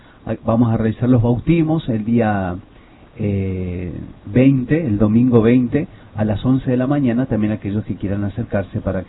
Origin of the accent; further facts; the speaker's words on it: Argentina; para nosotros como pueblo argentino